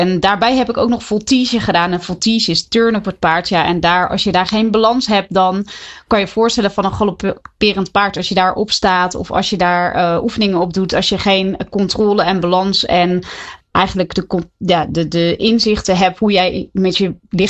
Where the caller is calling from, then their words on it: Soest, Utrecht, Netherlands; Ik bel uit het allermooiste Soest, midden des lands.